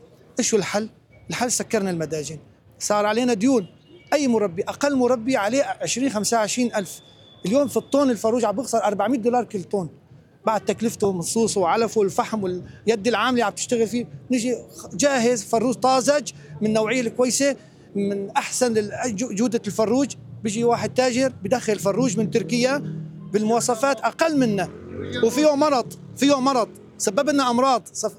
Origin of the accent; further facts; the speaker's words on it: Syria; نحن من بلاد الشام